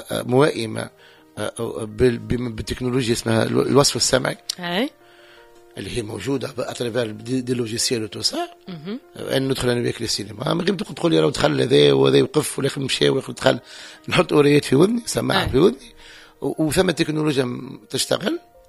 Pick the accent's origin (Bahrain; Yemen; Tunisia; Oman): Tunisia